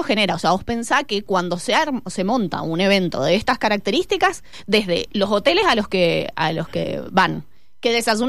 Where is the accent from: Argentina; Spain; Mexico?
Argentina; Mendoza; a mí como mendocina me preocupa